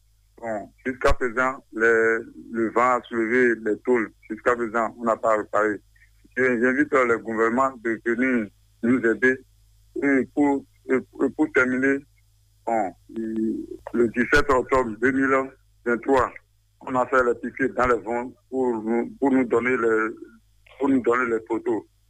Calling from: Adjarra, Ouémé, Benin; J'appelle de Porte-Nouveau, commune d'Adjara, à Tiyadjé.

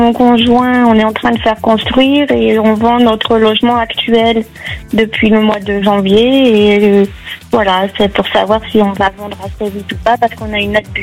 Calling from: Parempuyre, Nouvelle-Aquitaine, France; Parampuire, à côté de Bordeaux.

